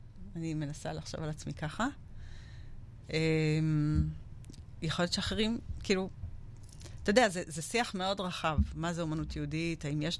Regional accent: Ra'anana, Central District, Israel; now in Talmon, Israel

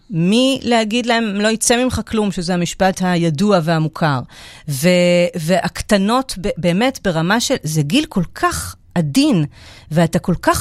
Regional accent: Netanya, Central District, Israel; now in Pardes Hanna, Israel; אז אני גדלתי בנתניה

